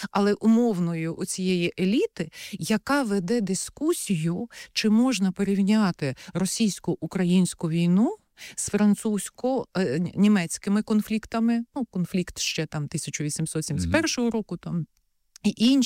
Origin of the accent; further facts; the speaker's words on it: Kyiv, Ukraine; ми кияни, я порахувала, позавчора було 11 тривог і обстрілів.